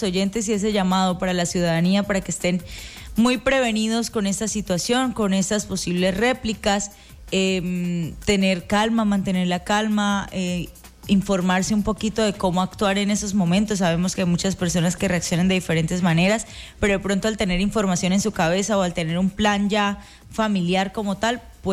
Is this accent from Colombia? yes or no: yes; Colombia; Y unirnos en estos momentos como colombianos, no es el momento de las divisiones políticas